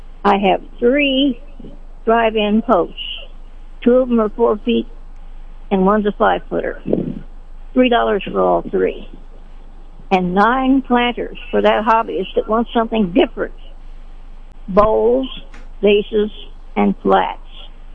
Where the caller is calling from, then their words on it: Sedalia, Missouri, United States; I'm calling from Sedalia.